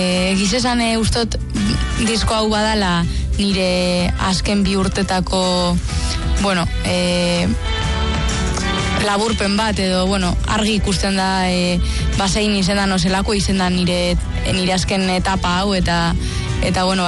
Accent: Aramaio, Basque Country, Spain; nire herriko abes batzan … txikitatik.

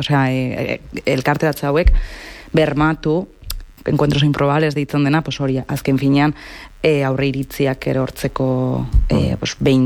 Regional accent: Pamplona, Navarre, Spain; Errotxapean, ni Errotxapeatik nator

